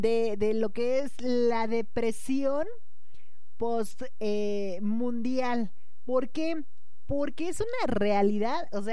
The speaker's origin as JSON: {"language": "Spanish", "country": "Mexico"}